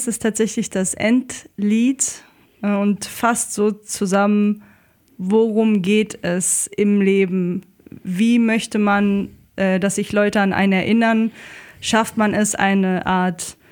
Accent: Bad Belzig, Brandenburg, Germany; moved away as an adult; also born or lived in Detmold, North Rhine-Westphalia; Geboren bin ich in Detmold, also in NRW, aufgewachsen in Land Brandenburg, in einer kleinen Stadt namens Bad Belzig.

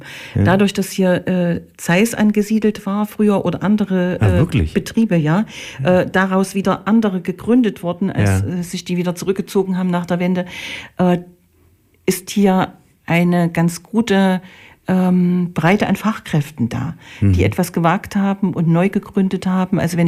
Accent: Saalfeld district, Thuringia, Germany; ich lebe schon sehr lange in diesem Landkreis, über 60 Jahre

